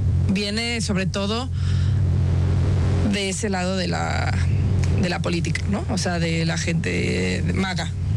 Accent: Mexico; Es que como somos los mexicanos también, ¿no?

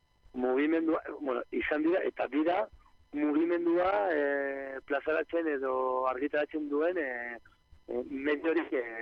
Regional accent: Bilbao, Basque Country, Spain; ni bilbotarra naiz eta kolorea hau ikusten dut, egunero.

